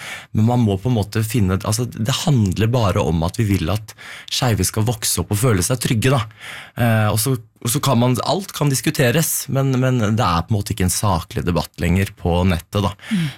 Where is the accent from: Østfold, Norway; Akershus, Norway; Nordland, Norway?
Østfold, Norway; Moss; now in Oslo, Norway; jeg kom jo fra Moss, og der var det jo, ikke sant, 2006, da var det ikke veldig mange åpne homofile da, så Oslo ble jo på en måte et fristed